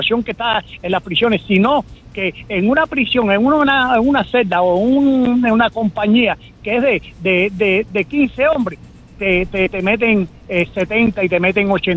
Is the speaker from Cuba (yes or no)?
yes; Cuba; moved away as an adult; now in Miami, United States; lo estamos pasando nosotros aquí como cubanos.